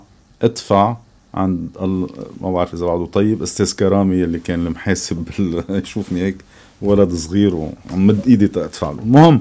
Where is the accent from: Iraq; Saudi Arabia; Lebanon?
Lebanon; Sidon, South Governorate; أنا خلقت سنة 60 بصيدا،